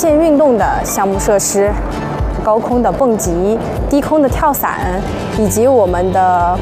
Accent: Guizhou, China; 彰显了咱们贵州人逢山开路、遇水架桥的精气神。

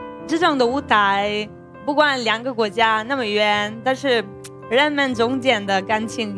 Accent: Siena, Tuscany, Italy; Chinese is a second language; moved away as an adult; now in China; 我的老家谢娜在意大利那边

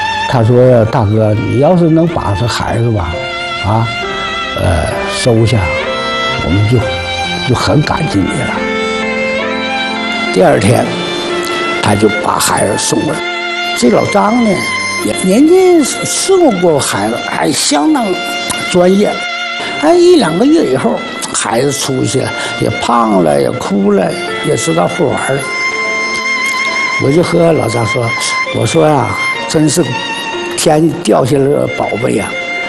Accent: Jilin, China; moved away; 我说我吉林的。

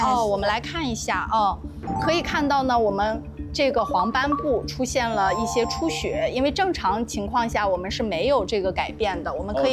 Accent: China

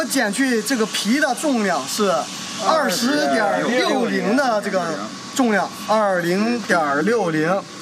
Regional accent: China; 那我们为了说个方便啊，我们中国人一般都说斤，我们乘个二。

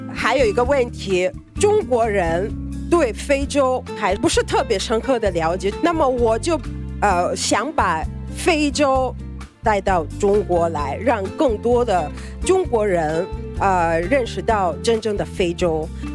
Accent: Kenya; Chinese is a second language; moved away as an adult; now in China; 我是来自肯尼亚的

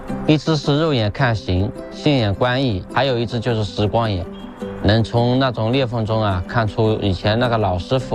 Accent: Suzhou, Jiangsu, China; 虽然我是土生土长的苏州人

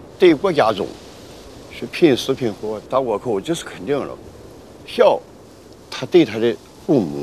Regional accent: Shandong, China; 我生都生在这

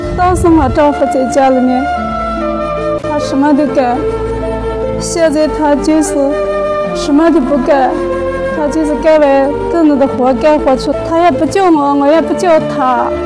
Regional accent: Gansu, China; 我是甘肃的。

